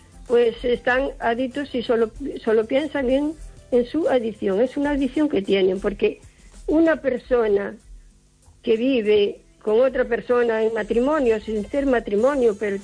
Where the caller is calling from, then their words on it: O Carballiño, Galicia, Spain; de Carballiño.